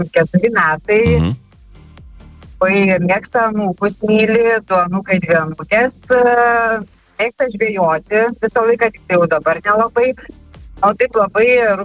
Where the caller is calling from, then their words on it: Vilnius, Vilnius County, Lithuania; gyvena jisai Vilniuje, aš irgi Vilnietė